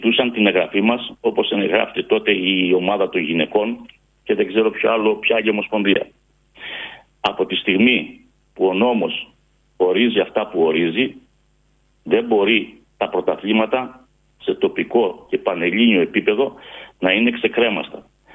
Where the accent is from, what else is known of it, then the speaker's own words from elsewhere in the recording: Greece; Εγώ, με ταπείνωση, ως Έλληνας πολίτης